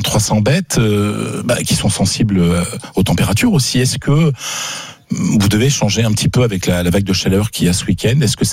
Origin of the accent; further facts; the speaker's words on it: Hauts-de-France, France; accent: Nord; J'ai mon accent du Nord qui remonte parce que je pense au RC Lens.